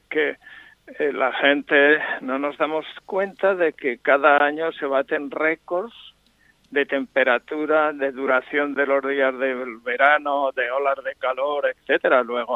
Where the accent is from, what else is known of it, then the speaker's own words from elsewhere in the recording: Aragon, Spain; mi tierra de Monegros